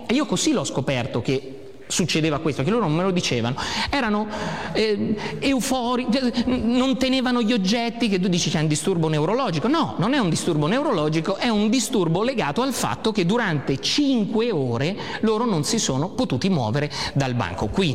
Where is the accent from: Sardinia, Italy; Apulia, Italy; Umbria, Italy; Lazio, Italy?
Umbria, Italy; Vengo dall'Umbria